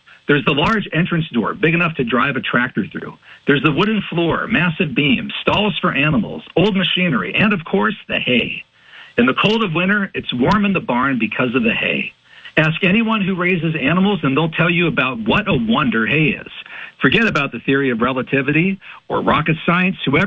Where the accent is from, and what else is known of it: Butler, Pennsylvania, United States; born or raised there; also born or lived in Pittsburgh / Russellton